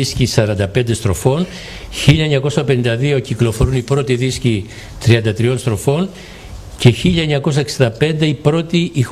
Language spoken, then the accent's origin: Greek; Chios, North Aegean, Greece; πάμε στην πατρίδα μου τη Χίο.